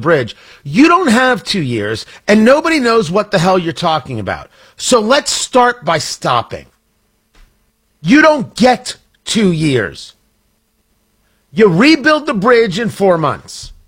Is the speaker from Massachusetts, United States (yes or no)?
no; Middletown, New Jersey, United States; born or raised there